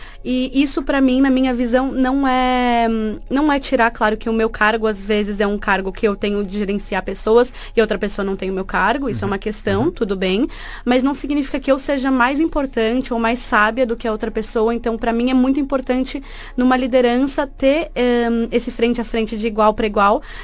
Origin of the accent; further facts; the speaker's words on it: Brazil; now in Portugal; eu sou brasileira